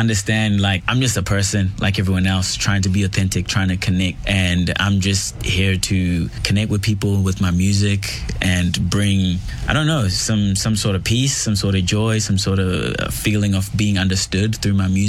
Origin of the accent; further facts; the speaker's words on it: New Zealand; also born or lived in Zimbabwe / Canada; I was born in Zimbabwe. I grew up here in New Zealand and in Canada and in lots of different places at the same time.